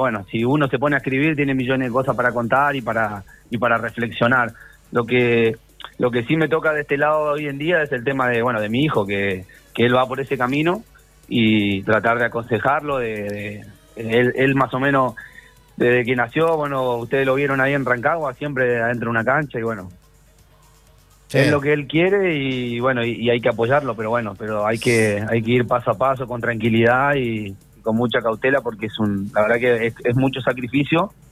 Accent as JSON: {"language": "Spanish", "country": "Argentina", "moved": "yes", "said": "yo en Argentina, bueno, hice inferior en River, en Estudiantes, y bueno, y soy hincha de River."}